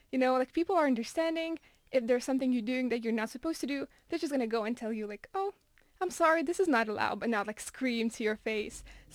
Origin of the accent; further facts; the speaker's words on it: Lithuania; now in Gothenburg, Sweden; As I'm from Lithuania, I'm used to this weather. I'm used to the darkness